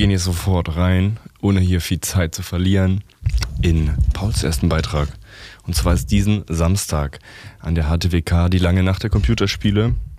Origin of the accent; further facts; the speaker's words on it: Leipzig, Saxony, Germany; Jeder weiß, ich bin ein Leipziger Junge.